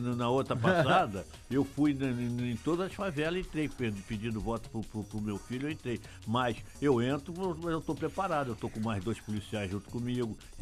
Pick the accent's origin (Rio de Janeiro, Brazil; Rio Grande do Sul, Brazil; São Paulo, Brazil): Rio de Janeiro, Brazil; moved away as an adult; now in Cabo Frio, Brazil; eu fui criado com a minha tia no Leblon.